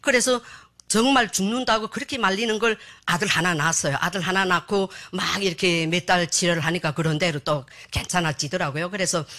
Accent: Hamhung, South Hamgyong, North Korea; moved away as an adult; now in South Korea; 저는 북한에서 55년을 살다가 한국에 온지 지금 10년째입니다. 꼭 10년 되었어요.

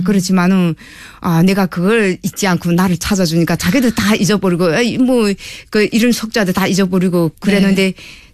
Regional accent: North Korea; moved away; 우리도 같은 탈북자이고 같은 이방민인데

